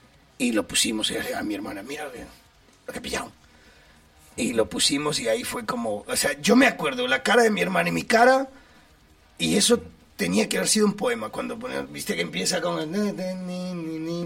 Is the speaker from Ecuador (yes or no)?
yes; Ecuador; en mi pueblo, en Ecuador, yo soy de pueblo, güey. O sea, de pueblo de lomo y caballo.